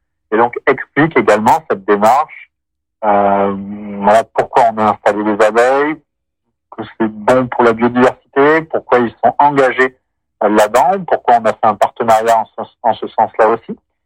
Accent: Saint-Aulaye, Nouvelle-Aquitaine, France; moi je suis natif de Saint-Aulay

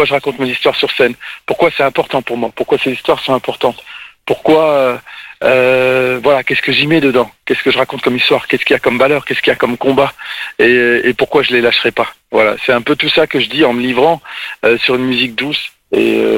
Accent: Roubaix, Hauts-de-France, France; born there; Je suis né à Roubaix, dans le nord de la France.

